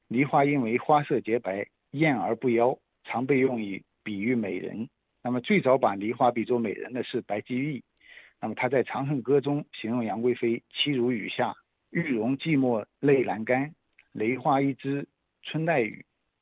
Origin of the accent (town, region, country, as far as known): China